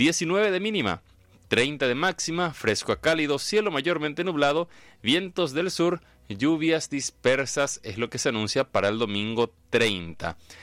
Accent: Paraguay; nos identifica plenamente como paraguayos.

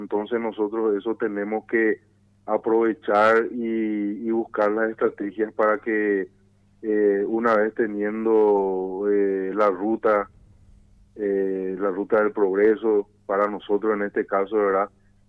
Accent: Paso de Patria, Ñeembucú, Paraguay; nosotros acá los lugareños, los que somos el distrito de Paso de Patria

